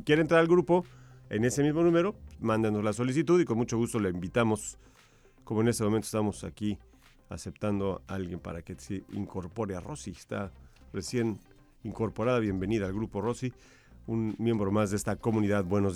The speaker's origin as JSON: {"language": "Spanish", "town": "Cancún", "region": "Quintana Roo", "country": "Mexico", "said": "somos ciudadanos de Cancún"}